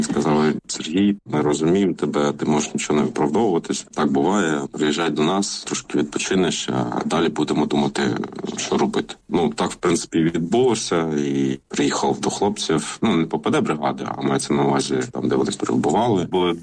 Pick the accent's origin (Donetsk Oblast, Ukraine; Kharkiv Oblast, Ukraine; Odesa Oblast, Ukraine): Donetsk Oblast, Ukraine; ми взагалі з Бахмутського району родом. І я от розумію, що тут от земля, от ну, моїх там бабусі, дідуся